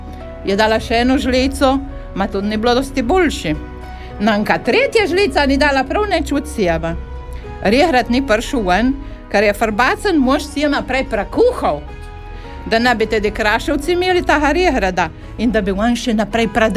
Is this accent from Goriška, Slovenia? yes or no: yes; Vrtovin, Goriška, Slovenia; moved away as an adult; now in Dornberg, Slovenia; Sicer sem rojena v Vrtovinu, v Dornbergu živim že več kot 30 let. Sem zelo navezana na mojo rojstno vas